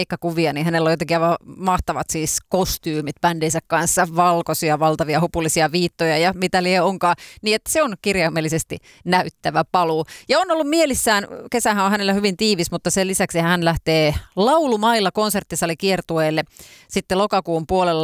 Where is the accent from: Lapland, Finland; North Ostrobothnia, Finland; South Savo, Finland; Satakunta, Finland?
North Ostrobothnia, Finland; Oulu; born there; pääsen kertomaan joka ilta, että synnyin siellä Oulussa